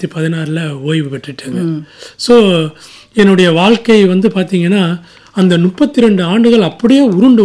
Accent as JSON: {"language": "Tamil", "town": "Dharmapuri", "region": "Tamil Nadu", "country": "India", "tie": "born or raised there", "said": "அதுவும் நான் பிறந்து வளர்ந்த ஊரான தருமபுரியிலே கிடச்சிது. அதுக்கப்புறம் இங்கேயே ஒரு 32 ஆண்டுகள் கடுமையாக பணியாற்றி"}